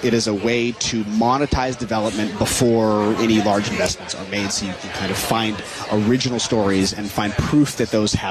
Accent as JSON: {"language": "English", "town": "Vancouver", "region": "British Columbia", "country": "Canada", "tie": "born or raised there", "moved": "yes", "said": "It's really when I grew up in Canada. I'm from Vancouver, Canada."}